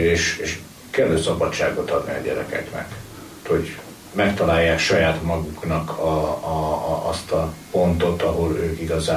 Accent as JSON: {"language": "Hungarian", "town": "Dunaújváros", "region": "Fejér", "country": "Hungary", "tie": "born or raised there", "said": "egy olyan városban nőttem fel, ahol hát nem volt jellemző a vallásos nevelés."}